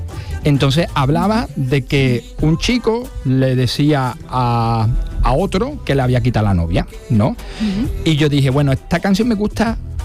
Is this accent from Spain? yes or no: yes; Andalusia, Spain; como buen andaluz con mucho arte, me tocó hablar a mí